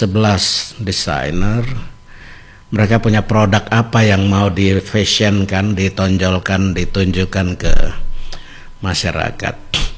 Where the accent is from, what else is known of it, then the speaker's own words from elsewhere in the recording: Wamena, Highland Papua, Indonesia; saya orang Wamena